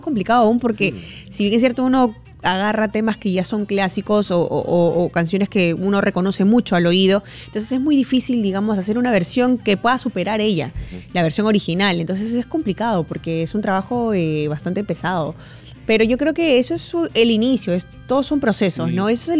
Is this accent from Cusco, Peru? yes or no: no; Callao, Peru; Sí, es que yo soy del Callao. Ya. O sea, yo vengo del Callao